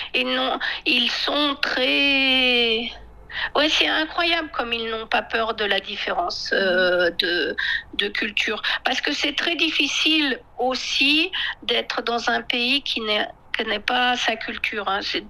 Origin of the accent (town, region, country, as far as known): France